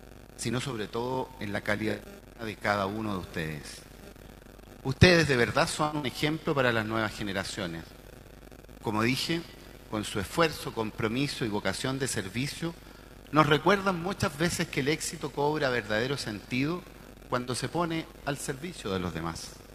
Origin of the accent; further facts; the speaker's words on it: Los Andes, Valparaíso, Chile; born there; quienes nacimos acá en los Andes, que nevaba 4, 5, hasta 6 metros en Portillo.